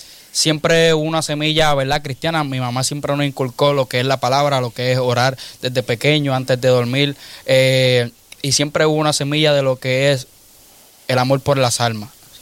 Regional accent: Trujillo Alto, Puerto Rico; yo me crié y nací en Trujillo Alto. Toda mi vida he sido de Trujillo Alto. Nací en el residencial Nuestra Señora Covadonga.

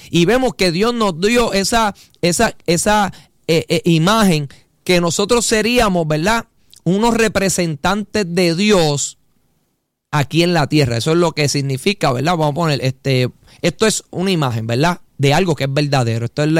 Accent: Puerto Rico; Nosotros que somos puertorriqueños, ¿verdad?, nuestra identidad es ser puertorriqueño, aunque nacemos con una ciudadanía americana

